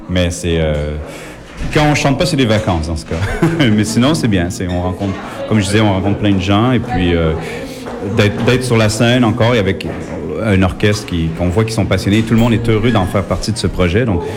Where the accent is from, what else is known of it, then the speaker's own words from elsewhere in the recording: Quebec, Canada; also born or lived in Switzerland; now in Paris, France; Comme je disais, ben, je suis originaire du Québec. Donc, la raison pourquoi je me suis installé à Paris, c'est parce qu'on voyage beaucoup.